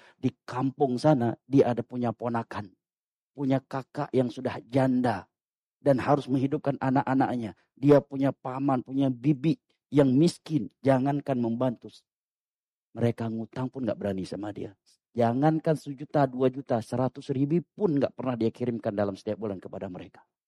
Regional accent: Aceh, Indonesia; sebagai orang Aceh.

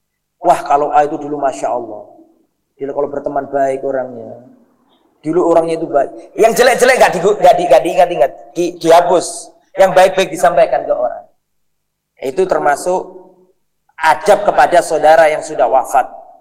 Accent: Java, Indonesia; Mohon maaf ini bukan rasis, wong saya juga orang Jawa, tapi ini kita sedang menerangkan sesuatu.

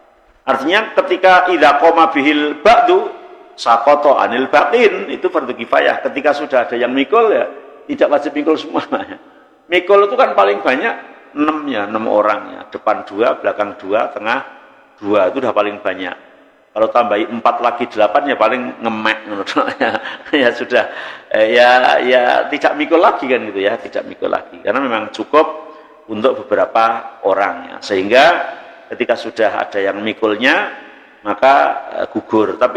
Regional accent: Semarang, Central Java, Indonesia; kok kayak enggak seperti di kampungku ya. Kalau di Semarang

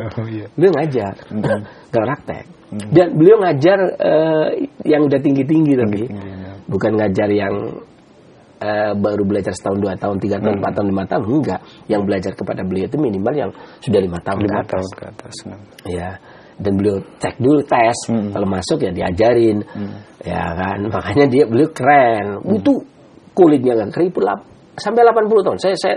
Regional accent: Pemalang, Central Java, Indonesia; born there; also born or lived in Cilacap; now in Bekasi, Indonesia; kayak misalkan saya lahir di Pemalang, maka tabiat saya adalah tabiat Pemalang. Setelah itu kemudian saya tinggal di agak lama 5 tahun lebih di Cilacap. Berarti mizat saya ya itu Cilacap. Saya punya mizat Cilacap. Ya, kemudian saya sekarang tinggal di Bekasi

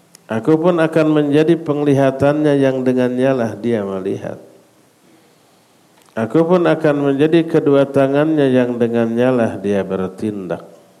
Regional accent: Sunda, Indonesia; sebagai orang Sunda saya enggak bisa tuh ngomong sejam tanpa diselipkan istilah-istilah Sunda.

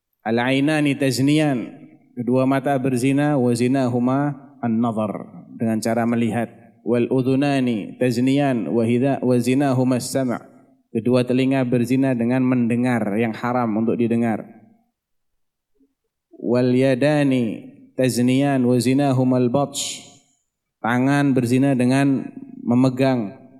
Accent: Ambon, Maluku, Indonesia; Saya berasal dari Ambon, dan di Ambon pasca atau setelah kerusuhan agama tahun 99 memiliki aturan wajib bahwa untuk calon gubernur, wali kota maupun wakilnya harus dari kedua agama, yaitu Islam dan Nasrani.

